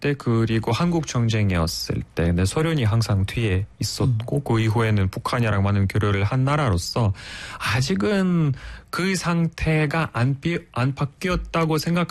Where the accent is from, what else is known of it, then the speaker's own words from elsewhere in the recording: Russia; now in South Korea; 제가 처음에 한국에 왔을 때는 거의 대부분 이제 어디서 왔냐고 물어봤더니 뭐 네. 러시아에서 왔다고 하면